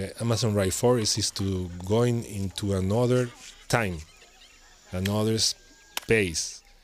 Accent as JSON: {"language": "English", "town": "Madrid", "region": "Community of Madrid", "country": "Spain", "tie": "born or raised there", "moved": "as an adult", "said": "I grew up in Madrid"}